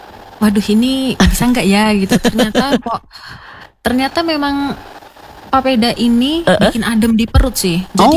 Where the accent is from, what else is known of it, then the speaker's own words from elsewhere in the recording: Central Java, Indonesia; now in Manokwari, Indonesia; Saya malah dari Jawa Tengah.